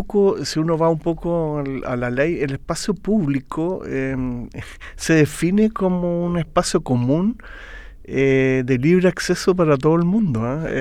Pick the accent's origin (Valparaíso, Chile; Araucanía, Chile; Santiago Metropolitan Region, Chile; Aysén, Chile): Valparaíso, Chile; Viña del Mar; yo vivía de chico, vivíamos en Viña y teníamos un terreno grande, bien central, y mis padres, los dos en realidad podría ser que eran alemanes, digamos, el viejo venía y mi mamá era nacida en Valparaíso, pero de padres alemanes